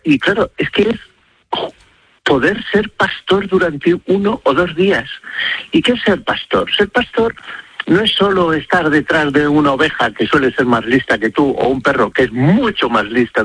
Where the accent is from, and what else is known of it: Castile and León, Spain; born or raised there; also born or lived in Madrid